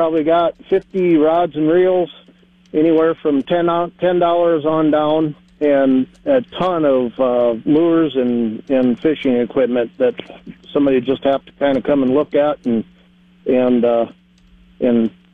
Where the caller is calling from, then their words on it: Armour, South Dakota, United States; from Armour, South Dakota.